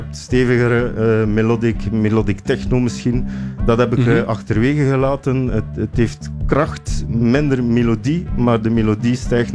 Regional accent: West Flanders, Belgium; sorry, ik ben zelf ook een West-Vlaming.

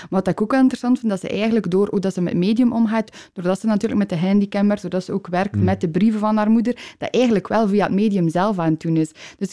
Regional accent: Balearic Islands, Spain; ga ik even meegeven dat ik van Mallorca ben.

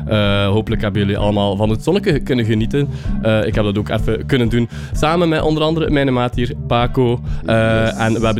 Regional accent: Ghent, Flanders, Belgium; Van luiheid hebben we allemaal wel een beetje kunnen genieten, denk ik, als echte Gentenaars.

